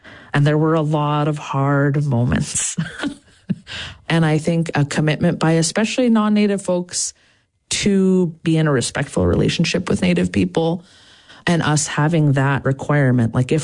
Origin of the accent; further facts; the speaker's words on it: Clark's Point, Alaska, United States; I was raised with her in Clark's Point in Bristol Bay.